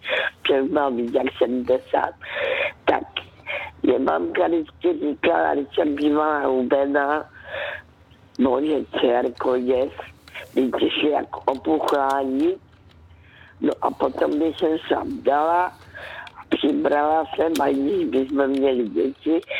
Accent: Karolinka, Zlín Region, Czechia; já jsem dcerka z Valašska, která se narodila v Karolínce, kde je hrozně pěkné, aspoň mi se tam vždycky líbilo. To není daleko od Vizoviče.

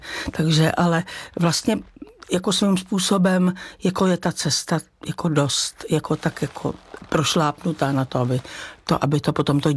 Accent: Rakovník, Central Bohemian Region, Czechia; Tak já jsem vyrůstala v trošku jiné době a vyrůstala jsem vlastně částečně u babičky v Rakovníku

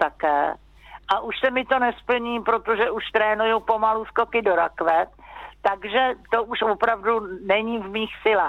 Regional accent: Dobříš, Central Bohemian Region, Czechia; Maturitní třída a chtěli jsme cvičit, jenže u nás v Dobříši byla jediná možnost cvičit za svazárm.

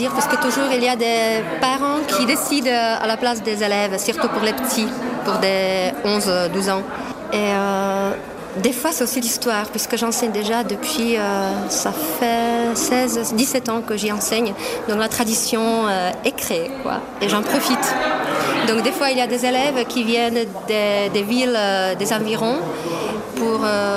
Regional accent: Český Těšín, Moravian-Silesian Region, Czechia; French is a second language; also born or lived in Ostrava; je viens de la ville de Český Těšín et je travaille au lycée Josef Božek dans la même ville. Je ne suis pas née à Český Těšín, mais je suis née à Ostrava, donc c'est à 30 km de là-bas.

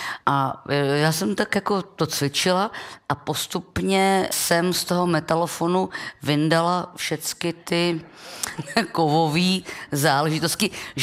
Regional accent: České Budějovice, South Bohemian Region, Czechia; Já jsem třeba z Budějc, u nás v Budějcích cymbal vůbec neexistuje, jo.

